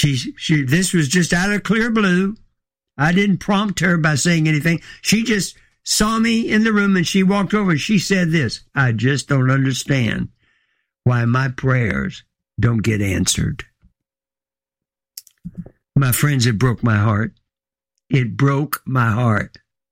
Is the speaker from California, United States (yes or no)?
no; Baton Rouge, Louisiana, United States; moved away; I was invited in my hometown of Baton Rouge to preach.